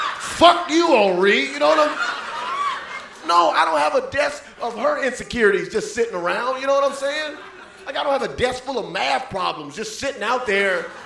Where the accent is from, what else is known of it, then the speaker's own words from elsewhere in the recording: the South, United States; I'm from the South, and I date women from the West Coast, and we just don't get it.